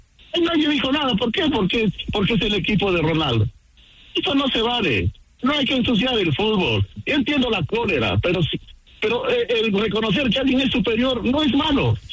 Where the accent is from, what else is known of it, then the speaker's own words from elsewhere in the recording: Peru; Yo soy peruano.